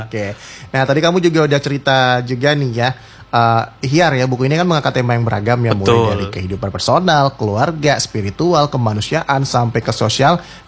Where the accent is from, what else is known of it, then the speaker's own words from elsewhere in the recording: Sumatra, Indonesia; accent: Sumatran; soalnya aku tuh kan logatnya logat Sumatera, agak bingung tuh.